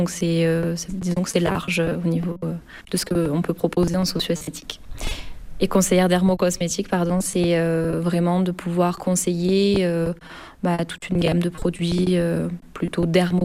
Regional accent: Montpellier, Occitanie, France; Moi je suis rolitaise, donc je suis née à Montpellier, j'ai toujours grandi dans le coin, on va dire.

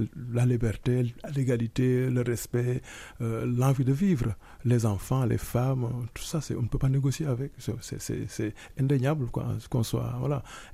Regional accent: Senegal; Là, je ne parle pas en tant que Sénégalais ou en tant qu'Afranco-Sénégalais, je parle juste en tant qu'humain

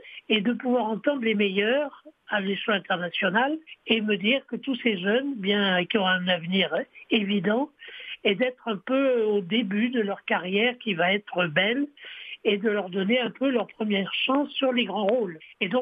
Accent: Aix-en-Provence, Provence-Alpes-Côte d'Azur, France; Et la région du Luberon, moi-même étant d'Aix-en-Provence. Et donc je suis un peu revenue au pays

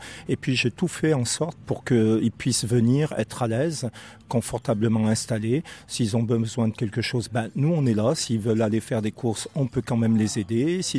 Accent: Saint-Étienne, Auvergne-Rhône-Alpes, France; now in La Franqui, France; Moi, je viens de Saint-Étienne

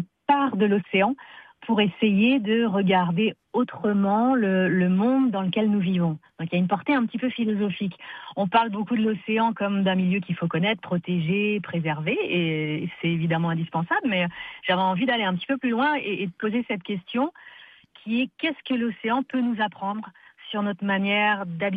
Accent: St. Pierre & Miquelon; là-bas à Saint-Pierre-et-Miquelon, d'où je viens

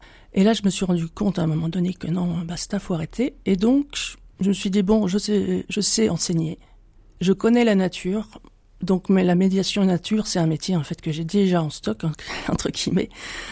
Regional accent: Besançon, Bourgogne-Franche-Comté, France; Je suis originaire de Besançon.

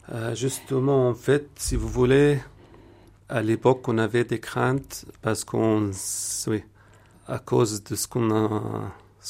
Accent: Damascus, Damascus Governorate, Syria; moved away as an adult; now in France; Je viens à la base de la Syrie. Je suis né à Damas, en Syrie, et grandi là-bas.

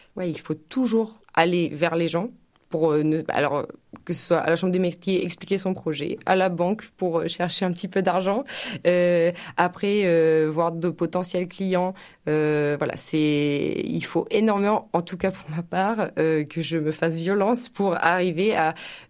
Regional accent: Normandy, France; Donc je suis rentrée ici parce que moi je suis originaire de Normandie, donc je suis rentrée par là

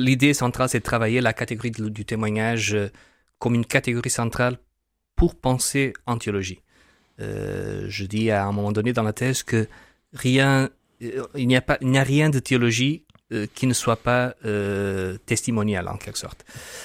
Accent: Portugal; moved away as an adult; also born or lived in Kenya; now in Lille, France; Donc je suis portugais, le nom le dénonce. Je suis un laïc marié, père de 3 enfants

